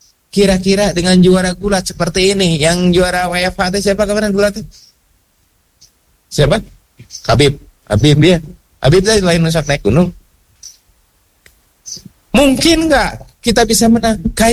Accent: Garut, West Java, Indonesia; born there; Toh kambing teh dengan Garut kelahirannya bareng sama saya toh. Ya saya lahir di Garutnya

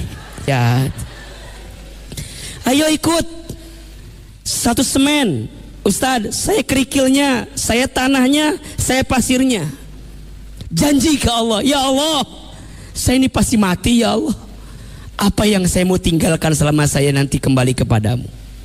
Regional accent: Garut, West Java, Indonesia; kita orang desa, kita orang kampung. Saya asli orang Garut, Jawa Barat.

